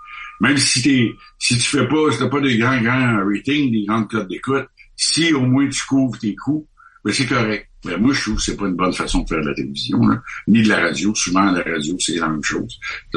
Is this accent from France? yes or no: no; Canada; moi, je suis du Canada, je suis ici de passage